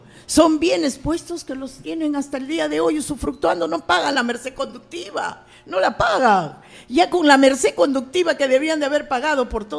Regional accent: Chiclayo, Lambayeque, Peru; ¿Cuántos de ellos serán de Chiclayo? ¿Cuántos de ellos les interesará mi terruño?

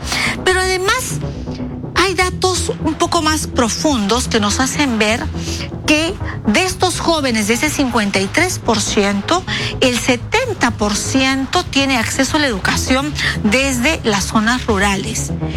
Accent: Peru

